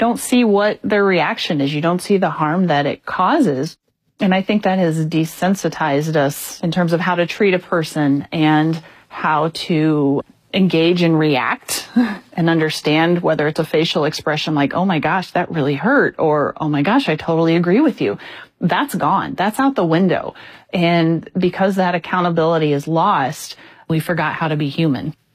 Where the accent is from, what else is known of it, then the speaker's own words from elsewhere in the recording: Urbana, Illinois, United States; now in Monticello, United States; I grew up in Southeast Urbana, tight-knit houses every 6 feet or whatever. But when I moved to Monticello, it was a totally different vibe.